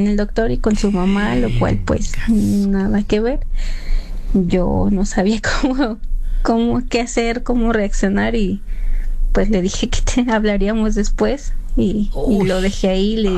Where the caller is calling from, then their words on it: Ciudad Nezahualcóyotl, State of Mexico, Mexico; los escucho desde Ciudad Nezahualcóyotl